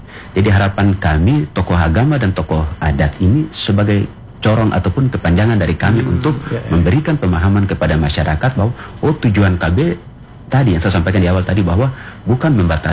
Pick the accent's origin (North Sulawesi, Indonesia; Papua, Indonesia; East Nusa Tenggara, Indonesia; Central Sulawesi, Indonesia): Papua, Indonesia; khusus kita Papua